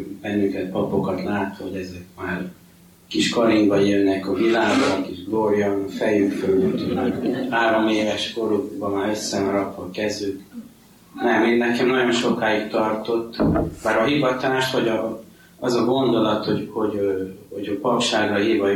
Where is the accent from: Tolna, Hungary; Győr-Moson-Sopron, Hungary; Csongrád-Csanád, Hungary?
Tolna, Hungary; Györköny; born or raised there; also born or lived in Baks